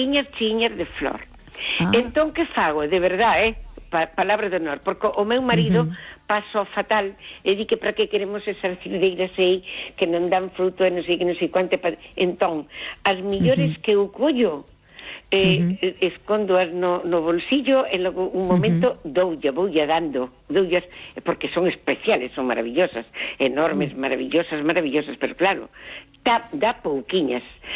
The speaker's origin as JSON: {"language": "Galician", "town": "Freas de Deva", "region": "Galicia", "country": "Spain", "said": "Son de Freas de Deva, un pueblo precioso, precioso."}